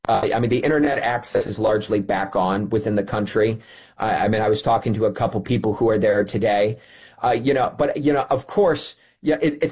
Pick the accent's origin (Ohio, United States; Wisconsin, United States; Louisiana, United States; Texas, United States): Ohio, United States; Cleveland; born or raised there; now in Qatar